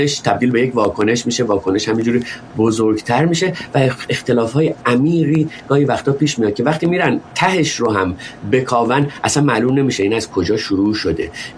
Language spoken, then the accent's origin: Persian; Iran; ما که غریبه نیستیم، ما ایرانی هستیم،